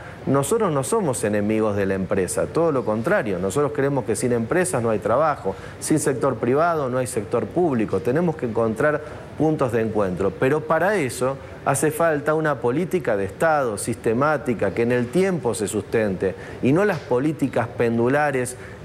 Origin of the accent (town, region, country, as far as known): Argentina